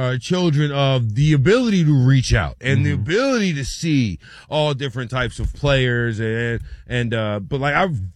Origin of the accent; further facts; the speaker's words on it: New Orleans, Louisiana, United States; I watched the Saints. I grew up in New Orleans.